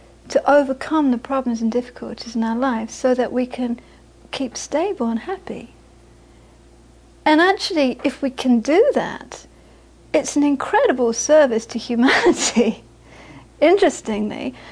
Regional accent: India; from your experience of being 7 years in Florida, because I'm coming from India

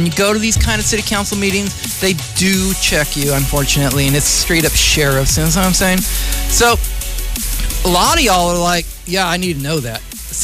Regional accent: Vallejo, California, United States; much love to y'all in Vallejo, from a Vallejoan

